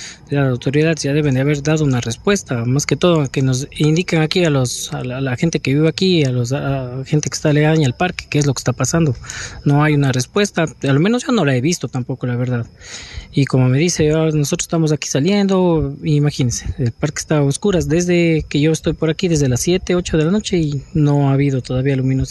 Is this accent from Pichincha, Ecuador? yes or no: no; Cuenca, Azuay, Ecuador; yo soy oriundo de Cuenca